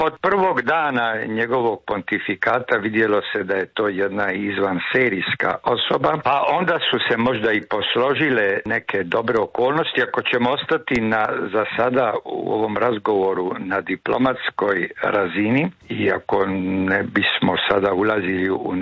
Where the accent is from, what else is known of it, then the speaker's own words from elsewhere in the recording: Croatia; sad ne govorim mi kao Hrvati ili ovdje sad u Splitu, nego općanito